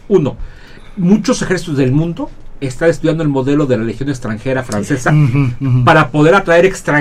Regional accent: Mexico; como México, que tenemos un ejército de buen tamaño

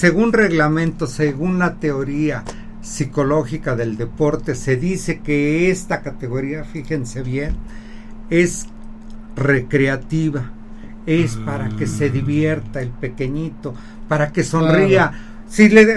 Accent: Puebla, Mexico; born there; soy poblano de nacimiento y de todo corazón siempre

